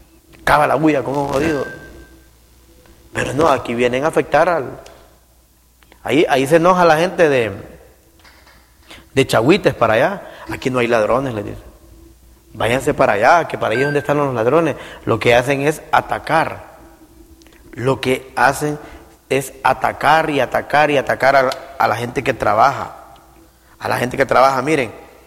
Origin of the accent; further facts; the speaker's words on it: Honduras; Yo estoy en contra de todos aquellos que pierden la identidad como hondureños.